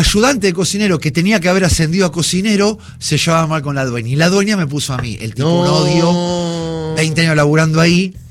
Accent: Buenos Aires, Argentina; born there; todo lo que nacimos en Palermo.

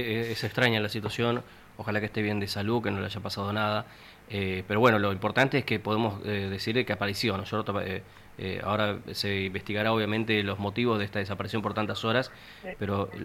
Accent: Cholila, Chubut, Argentina; born there; yo soy nacido en Cholila.

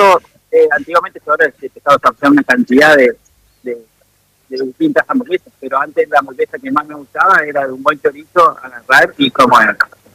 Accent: Viale, Entre Ríos, Argentina; born there; yo tenía acá a 50 kilómetros, donde nací en Viale, tengo ciclo 2

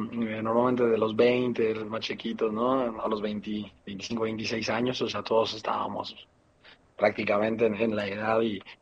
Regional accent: State of Mexico, Mexico; also born or lived in Torreón; que yo creo que fue cuando llegué aquí a mi ciudad de Torreón. Soy nacido aquí, pero me crié en el Estado de México por 15 años.

